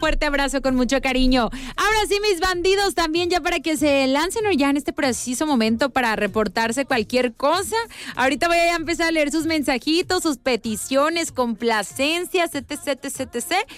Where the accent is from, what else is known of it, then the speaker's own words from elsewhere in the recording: Guadalajara, Jalisco, Mexico; yo también soy de Jalisco